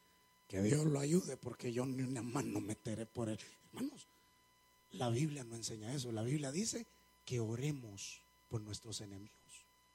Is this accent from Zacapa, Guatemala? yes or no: yes; Zacapa, Guatemala; yo soy de Zacapa, tierra caliente.